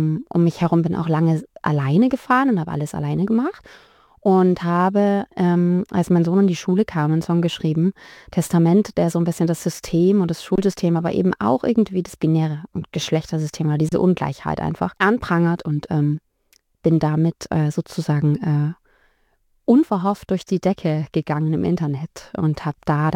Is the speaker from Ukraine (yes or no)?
no; Heilbronn, Baden-Württemberg, Germany; also born or lived in Thuringia; now in Tübingen, Germany; Also ich bin geboren in Thüringen, bin dann so kurz nach der Wende mit meinen Großeltern und meiner Mama ins Schwabenland gezogen, nach Heilbronn. Und bin dann mit Anfang 20